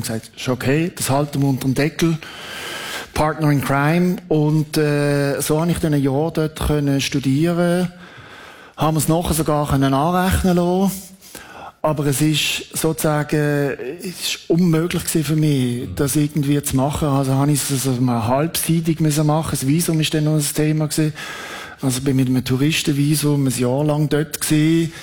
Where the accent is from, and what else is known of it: Switzerland